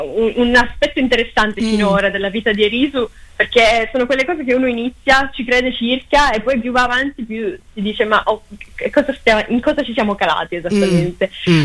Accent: Sardinia, Italy; Tra l'altro io sono sarda, quindi arrivo da una comunità matriarcale, per me è ancora più, diciamo, più interessante capire.

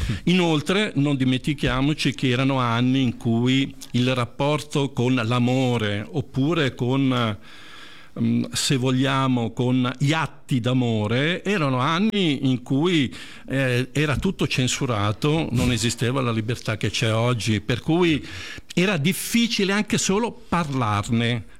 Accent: Lurate Caccivio, Lombardy, Italy; also born or lived in Southern Italy; sono un terrone e non mi vergogno a dirlo, perché quelle sono le mie origini. Sono cresciuto nel Comasco, perché mio padre a 4 anni mi ha portato in Lurate Cacivio, provincia di Como, e quindi i miei compagni, i miei amici di adolescenza erano tutti lombardi.

